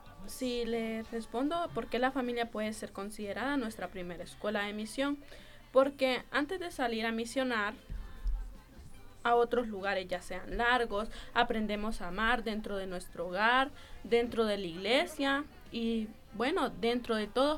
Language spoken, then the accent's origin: Spanish; La Venta, Francisco Morazán, Honduras; soy de la Venta Francisco Morazán, pertenezco a la parroquia Nuestra Señora del Rosario Sabana Grande.